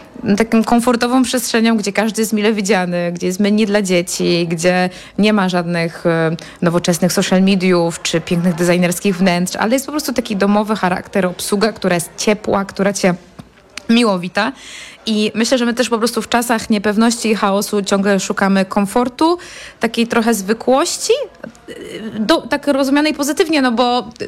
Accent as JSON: {"language": "Polish", "town": "Poznań", "region": "Greater Poland Voivodeship", "country": "Poland", "said": "I my jako poznaniacy lubimy ten format"}